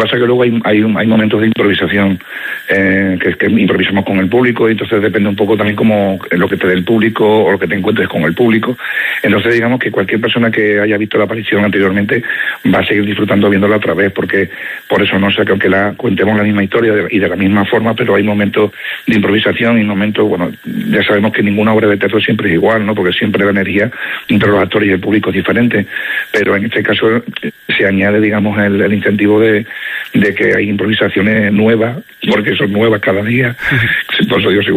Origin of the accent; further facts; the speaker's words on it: Extremadura, Spain; sobre todo somos extremeños, compañía extremeña, actores extremeños, y en Extremadura